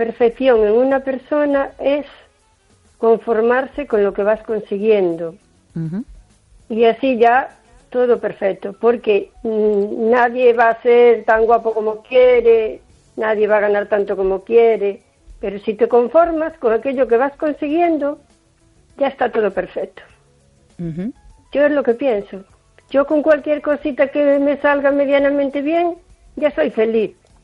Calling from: O Carballiño, Galicia, Spain; la de Carballiño.

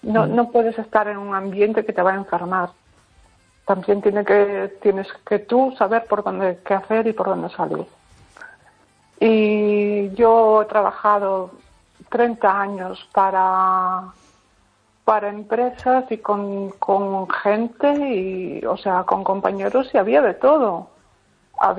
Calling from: Pontevedra, Galicia, Spain; de Pontevedra.

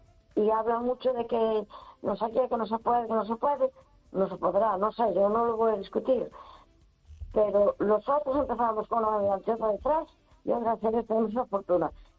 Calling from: A Coruña, Galicia, Spain; de Coruña.

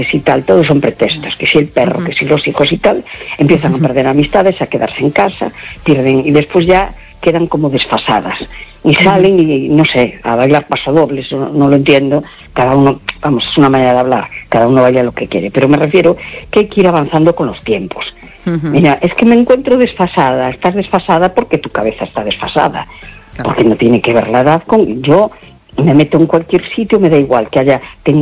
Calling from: A Coruña, Galicia, Spain; Hola, buenas noches … de La Coruña.

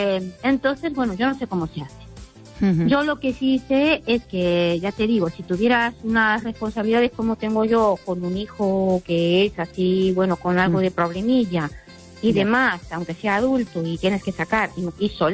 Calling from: Ourense, Galicia, Spain; de Orense.

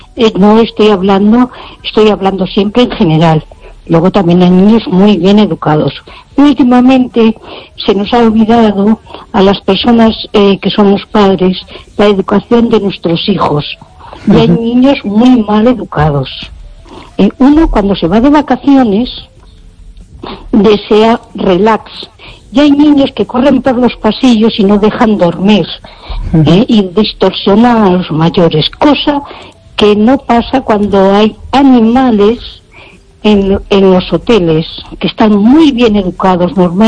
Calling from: Ourense, Galicia, Spain; Desde Orense.

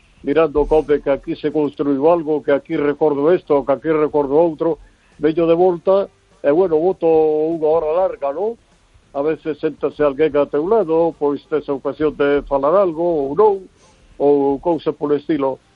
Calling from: Vigo, Galicia, Spain

